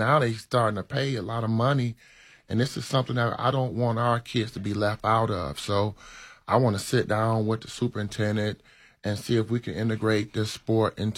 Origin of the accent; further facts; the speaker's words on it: Detroit, Michigan, United States; moved away; and this is my hometown.